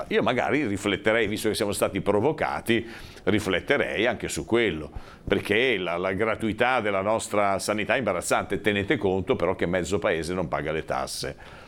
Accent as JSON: {"language": "Italian", "town": "Genoa", "region": "Liguria", "country": "Italy", "tie": "born there", "said": "Quindi io sono nato a Montalegro, c'era già, sono nato a Villa Serena, c'era già"}